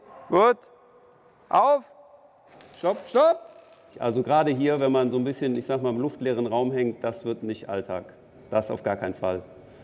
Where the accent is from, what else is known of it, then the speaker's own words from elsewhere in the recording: Bonn, North Rhine-Westphalia, Germany; ich selber bin hier aufgewachsen in Bonn